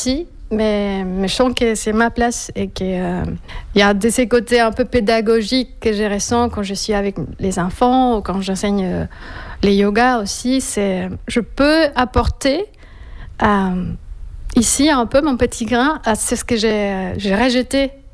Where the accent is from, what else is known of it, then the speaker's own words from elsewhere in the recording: Bogotá, Colombia; French is a second language; quand j'avais mes premières années jusqu'aux 12 ans. Bah, moi, j'ai vécu l'histoire des Pablo Escobar chez moi à Bogota, où il y avait des bombes